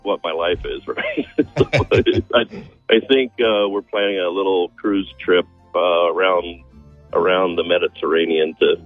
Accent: Missouri, United States; She and I are both born and raised in Missouri

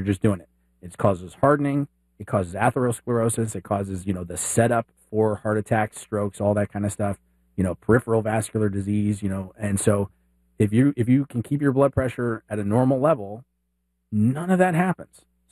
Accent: Dallas, Texas, United States; born or raised there

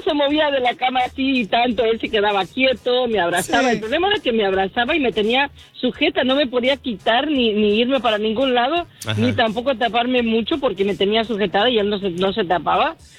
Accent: California, United States; Y yo soy de California, no sí. De aquí.

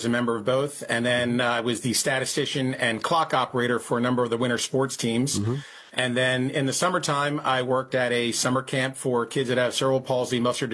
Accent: Wilmington, Delaware, United States; now in Glen Mills, United States; So I grew up in Wilmington, Delaware. I currently live now in Glen Mills, Pennsylvania. I am the youngest of two in my family.

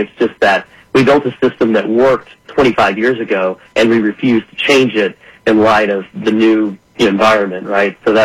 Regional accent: Midland, Texas, United States; West Texas, where I grew up in Midland.

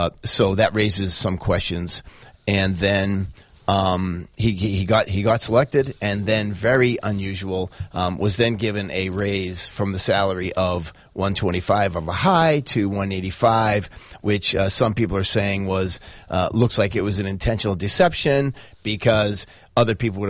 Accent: Brockton, Massachusetts, United States; I come from Brockton, so we consider it a kind of a town. It's not a huge, big city like Boston or something like that.

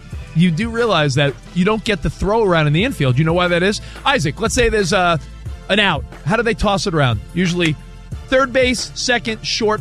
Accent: New York, United States; we grew up in New York

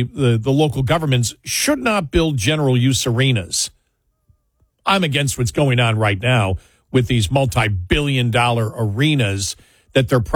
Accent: Buffalo, New York, United States; I grew up in Buffalo, and that's a football town.

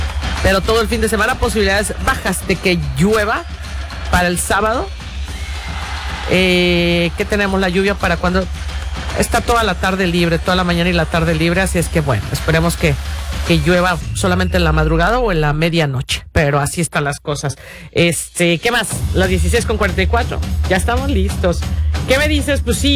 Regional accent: Jalisco, Mexico

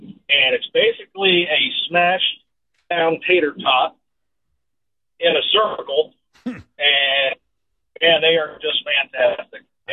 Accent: Connecticut, United States; now in Kansas City, United States; I grew up in Connecticut, moved up to Kansas City

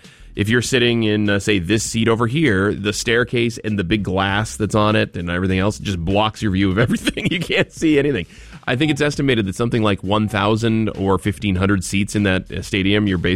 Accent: Bangor, Maine, United States; Obviously Boston is near us, but I grew up in Bangor.

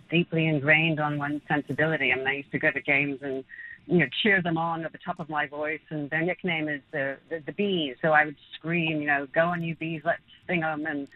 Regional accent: England, United Kingdom; now in Venice, United States; And I support England because we grew up there, but I also support American because I'm an American.

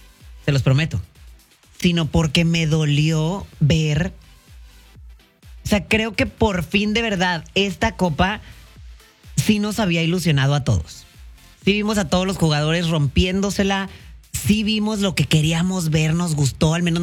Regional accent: Mexico; soy mexicana

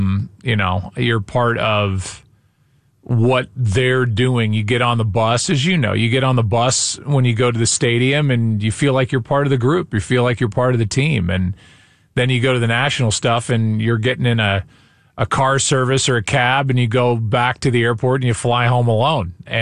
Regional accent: Missouri, United States; I'm going to be calling my hometown team in the World Series and my first World Series on network TV.

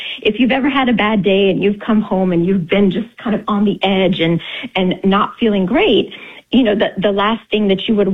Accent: Tennessee, United States; I remember growing up in Tennessee in my elementary school.

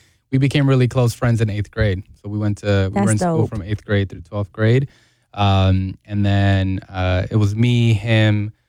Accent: Milwaukee, Wisconsin, United States; moved away as an adult; now in New York, United States; I'm a kid from the south side of Milwaukee. So I was born and raised in Milwaukee. I spent most of my life here. Just recently, actually, I started spending some more time in Milwaukee. So I'm technically New York based.

